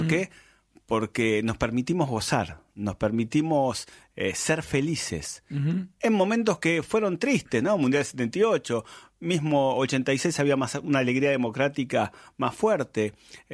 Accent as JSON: {"language": "Spanish", "country": "Argentina"}